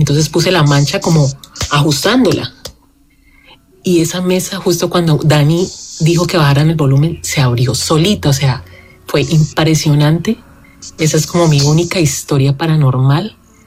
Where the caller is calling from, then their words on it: Cali, Valle del Cauca, Colombia; Te hablo desde Cali